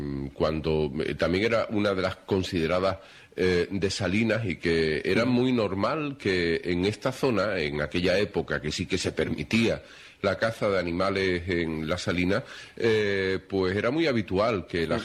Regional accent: San Fernando, Andalusia, Spain; digamos que son cañaillas como tú y como yo.

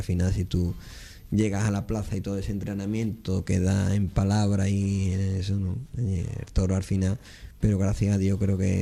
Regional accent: Seville, Andalusia, Spain; soy de Sevilla, mi padre nació en Vejez de la Frontera y tengo aquí mucha familia

